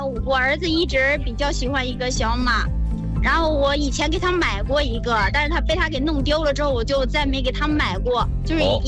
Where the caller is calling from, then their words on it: Shijiazhuang, Hebei, China; 我是河北石家庄栾城的。